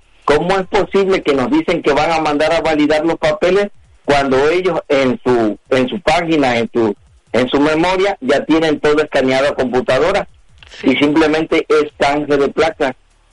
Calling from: Zempoala, Veracruz, Mexico; Yo le hablo de Zempoala, Veracruz.

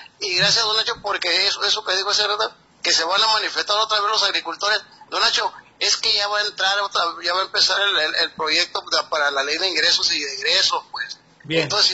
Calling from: Mexico; soy mexicano

